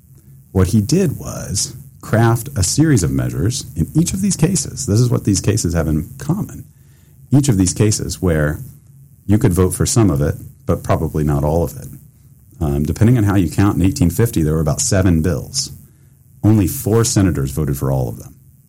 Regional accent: Kentucky, United States; now in Washington, United States; so I'm originally from Kentucky. I'm Western Kentucky, born and bred, and then came to Washington and been kind of in and out of Washington ever since then.

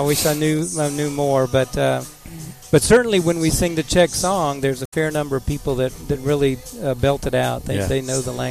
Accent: Longview, Texas, United States; moved away; also born or lived in Bryan-College Station, Texas; I grew up in East Texas, Longview, Texas.

